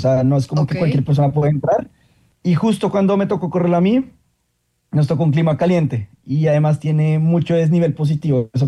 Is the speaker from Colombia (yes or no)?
yes; Bogotá, Colombia; yo que soy rolo, obviamente en Bogotá, conocido como la nevera, no tenemos tanto calor ni tampoco tanta humedad